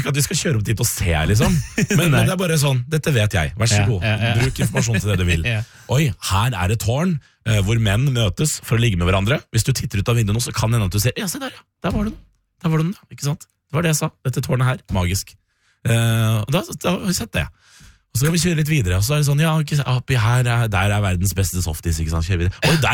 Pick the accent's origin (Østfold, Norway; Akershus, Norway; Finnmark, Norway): Østfold, Norway; Sarpsborg; moved away; jeg har da vært hjemme I Sarpsborg I min sommerferie